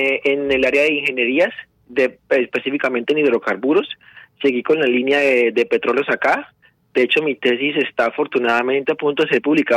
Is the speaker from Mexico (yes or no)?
no; Valle del Cauca, Colombia; soy del Valle, bailo salsa hace mucho tiempo y dije, bueno, empecemos.